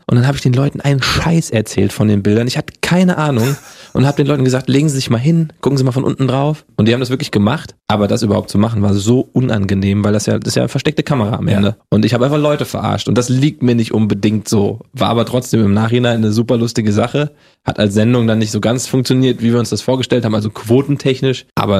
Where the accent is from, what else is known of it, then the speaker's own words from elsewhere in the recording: Hesse, Germany; accent: Hessian; Das Hessisch abtrainieren, komme ich aus Hessen, da hatte ich so diesen Dialekt gleich drauf, der wurde mir abtrainiert, War auch gut so, aber ohne, dass ich jetzt meine hessischen Wurzel verliere.